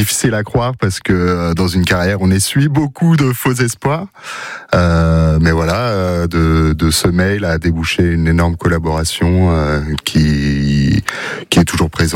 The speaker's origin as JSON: {"language": "French", "region": "Brittany", "country": "France", "moved": "as an adult", "lives_now": "Ciboure, France", "said": "Moi, on entend que je suis pas vraiment basque, je suis breton. Je suis arrivé ici en même temps que Pauline il y a 17 ans maintenant"}